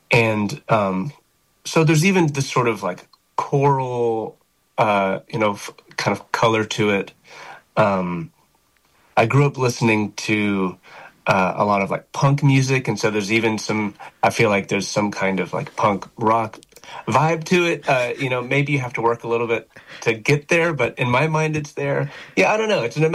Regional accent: Arkansas, United States; moved away as an adult; also born or lived in Jonesboro, Arkansas / Nashville, Tennessee; I was born in Jonesboro, and my parents both went to ASU. They're from Batesville, and I've still got grandparents in Batesville, and cousins and aunts and uncles and the whole thing. And I spent my entire pre-college life in Arkansas and went to Nashville for college.

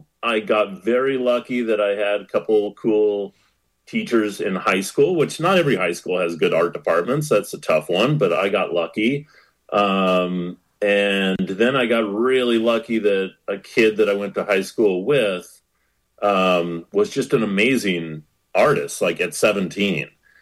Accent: West Coast, United States; And then the color part really probably comes mostly from growing up on the West Coast.

